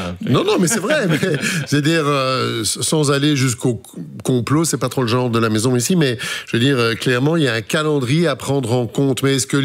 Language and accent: French; Brussels, Brussels-Capital Region, Belgium; parce que ça s'entend que je viens de Bruxelles